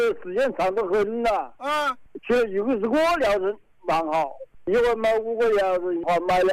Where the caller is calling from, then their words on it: Wuhan, Hubei, China; 我是武汉三小区金龙红红光小区。